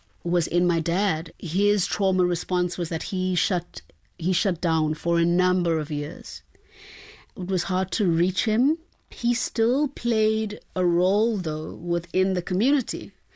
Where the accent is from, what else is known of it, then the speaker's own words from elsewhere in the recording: Eastern Cape, South Africa; I have really fond memories of community life growing up in the Eastern Cape. There are a lot of rural areas, and then there are urban areas. And I grew up in a more urban area and an urban township.